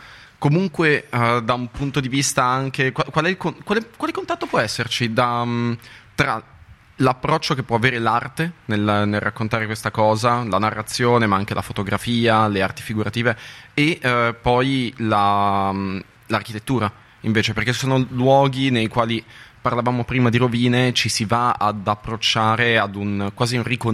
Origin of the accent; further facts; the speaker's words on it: Milan, Lombardy, Italy; also born or lived in Bologna; Io vengo da Milano, ho vissuto per anni a Bologna.